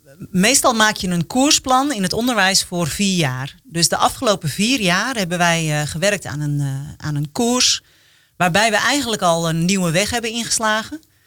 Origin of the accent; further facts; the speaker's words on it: Volendam, North Holland, Netherlands; Ja, vandaar dat ik zei, ik ben een halve Volendammer. Mijn moeder was ge